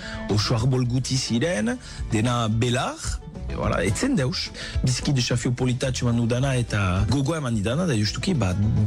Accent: Bayonne, Nouvelle-Aquitaine, France; Azken finean ni Baionakoa naiz eta garai batez barri izan dut urrundu Baionatik

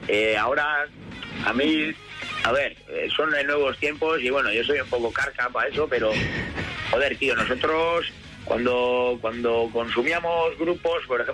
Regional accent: Guernica, Basque Country, Spain; Yo no soy natural de Vergara tampoco, soy de Guernica, aquí un pueblo de Vizcaya.

